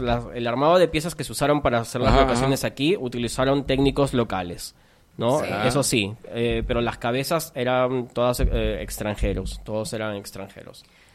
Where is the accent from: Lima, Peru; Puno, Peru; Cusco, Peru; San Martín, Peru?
San Martín, Peru; Tarapoto; Yo soy de Tarapoto.